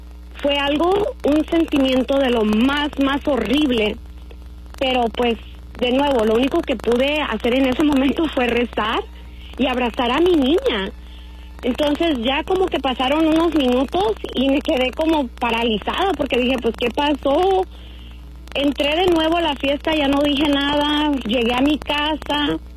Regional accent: Mexico; Cuando éramos niños, nosotros, de nuevo, yo soy de México, nosotros en tiempo del Día de los Muertos íbamos con mis primos al panteón a dejar velas

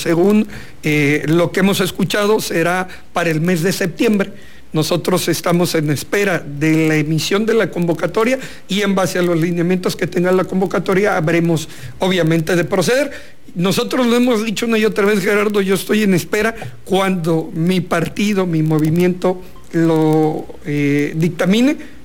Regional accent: Mexico; Soy un orgulloso nacido en esa colonia, y toda la vida, toda mi vida la he hecho en este municipio, en el municipio del centro.

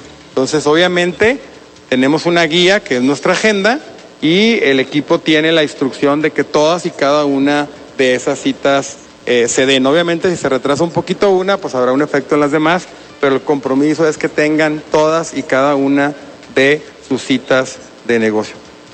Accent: Chihuahua, Mexico; accent: Chihuahua; Yo creo que no es necesario que les diga que sea de Chihuahua con mi tono, pero bueno, soy de Chihuahua, está aquí enfrente

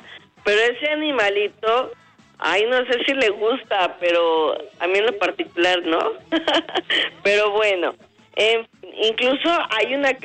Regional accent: Puebla, Mexico; nosotros como mexicanos, como poblanos

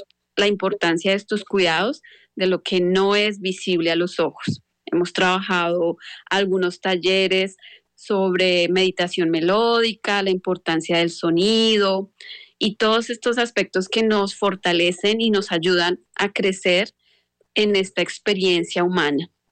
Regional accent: Colombia; moved away as an adult; also born or lived in Mexico; now in Brazil; soy colombiana, pero viví 4 años en México

